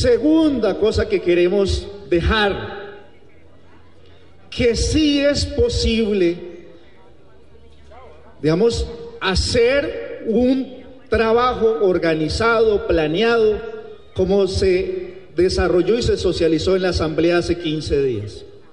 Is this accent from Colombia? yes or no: yes; La Esmeralda, Colombia; Yo soy oriundo de La Esmeralda